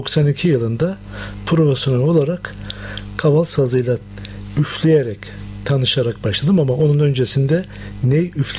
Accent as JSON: {"language": "Turkish", "region": "Erzurum", "country": "Turkey", "tie": "born or raised there", "moved": "yes", "lives_now": "Ankara, Turkey", "said": "ben 73 Erzurum doğumluyum. Kalabalık bir aile, 8 kardeşli bir ailede büyüdüm."}